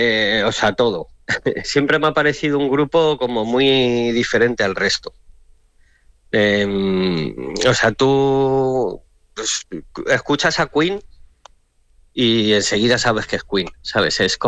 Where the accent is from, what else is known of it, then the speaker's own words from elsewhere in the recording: Madrid, Community of Madrid, Spain; now in Ávila, Spain; que soy el bajista, y soy de Madrid y estoy ahora viviendo en un pueblecito de Ávila.